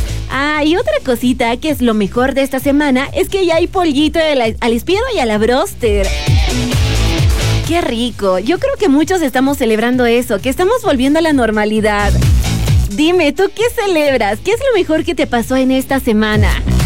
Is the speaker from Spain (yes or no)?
no; Bolivia; Señores, todos los que somos de Bolivia sabemos que este es un gran logro. Porque sabes que en Cochabamba las filas están tremendas y fue todo un logro, definitivamente.